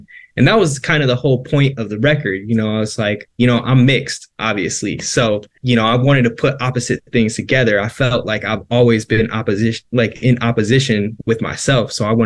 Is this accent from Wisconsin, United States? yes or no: yes; Milwaukee, Wisconsin, United States; growing up in Milwaukee. You know, it's hard in Milwaukee. It's not easy.